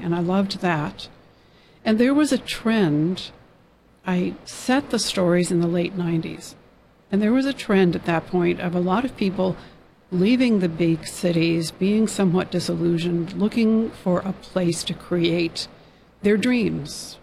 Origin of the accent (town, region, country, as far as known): Tokyo, Japan; born or raised there; also born or lived in New York / Los Angeles